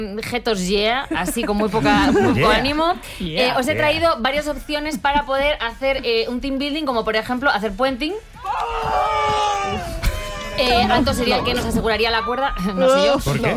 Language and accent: Spanish; Alcobendas, Community of Madrid, Spain; I was born in a place called Alcobendas. Exactamente. Yo soy Alcobendas.